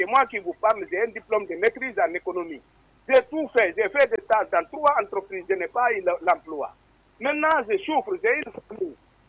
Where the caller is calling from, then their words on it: Middle Guinea, Guinea; il y a un adage chez nous, à Moyenne Guinée